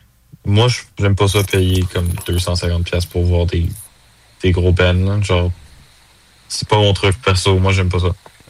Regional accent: Montreal, Quebec, Canada; on est un band, on vient de Montréal.

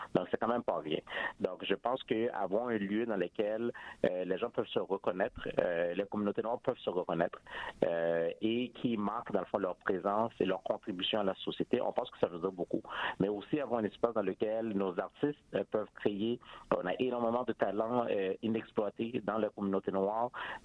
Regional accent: Montreal, Quebec, Canada; ici chez nous à Montréal

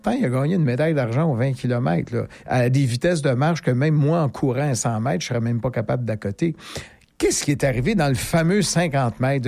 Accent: Montreal, Quebec, Canada; Je suis né et j'ai passé mon enfance à Côte-des-Neiges.

